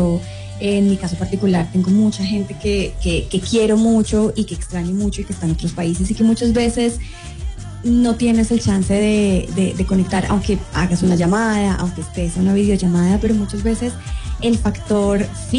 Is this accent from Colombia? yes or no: yes; Andean region, Colombia; a donde estamos ubicados, a lo que somos aquí desde los Andes, obviamente colombianos